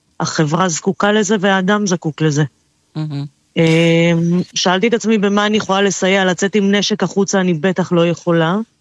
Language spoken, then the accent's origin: Hebrew; Antwerp, Flanders, Belgium; Hebrew is a second language; now in Israel; קודם כל, אני הרבה מאוד שנים בארץ. עליתי מבלגיה, מאנטוורפן.